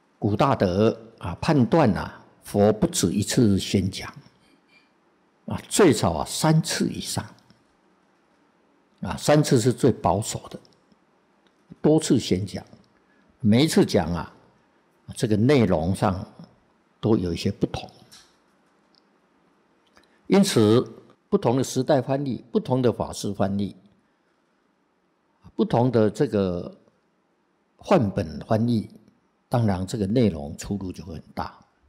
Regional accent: China; 我们中国人读起来不顺口

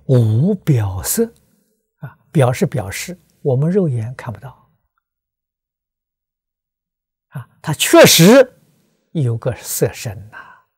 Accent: China; 我们中国人造的文字

